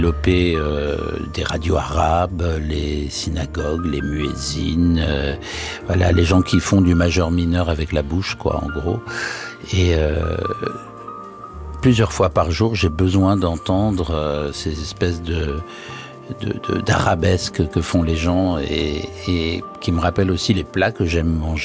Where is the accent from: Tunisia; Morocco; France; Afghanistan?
Morocco; born there; moi, je suis né au Maroc